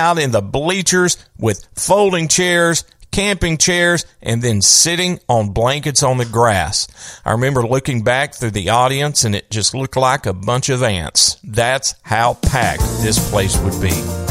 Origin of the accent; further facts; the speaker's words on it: Bristol, Tennessee, United States; This was a great place, not far from my hometown of Bristol, Tennessee